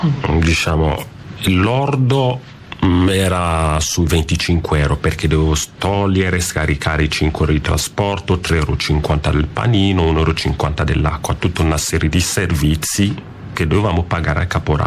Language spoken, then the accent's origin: Italian; Cameroon; now in Italy